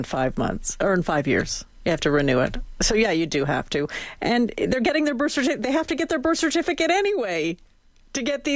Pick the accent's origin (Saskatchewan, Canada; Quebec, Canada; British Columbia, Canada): Saskatchewan, Canada; born there; I was born in Saskatchewan.